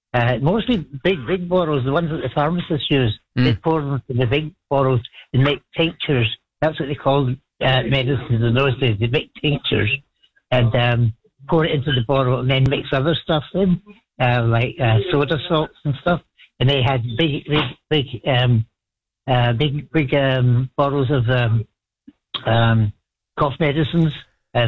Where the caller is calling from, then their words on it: Waikato, New Zealand; Oh, hi, Roman. I'm ringing you from Waikato Hospital.